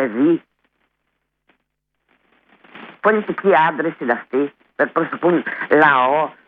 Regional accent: Gargalianoi, Peloponnese, Greece; στην πατρίδα μου στου Γαργαλιάδους

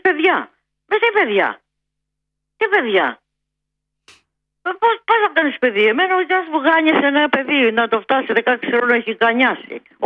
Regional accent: Athens, Attica, Greece; born there; Γεννήθηκα στο Παγκράτη

